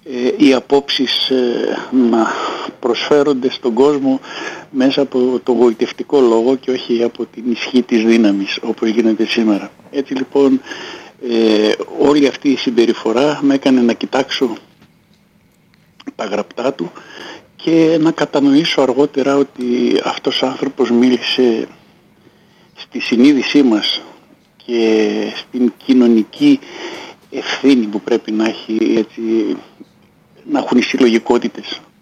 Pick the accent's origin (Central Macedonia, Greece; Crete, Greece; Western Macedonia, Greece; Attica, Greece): Central Macedonia, Greece; Thessaloniki; Εγώ γεννήθηκα και μεγάλωσα στο Κρυονέρι της Ανοτούμπας